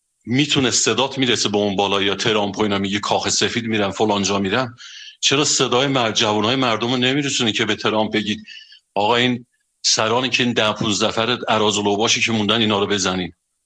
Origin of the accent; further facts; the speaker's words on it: Ardabil, Ardabil Province, Iran; حرف بعدی میره، من از اردبیلم.